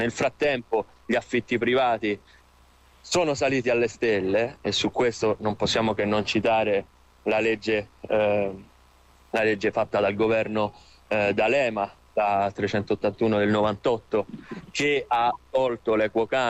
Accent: Rome, Lazio, Italy; io sono di Roma

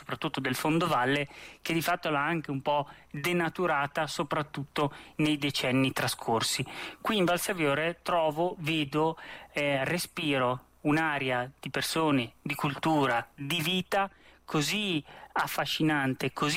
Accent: Lombardy, Italy; moved away as an adult; now in Milan, Italy; forse perché ci sono nato e cresciuto appunto in Valtellina

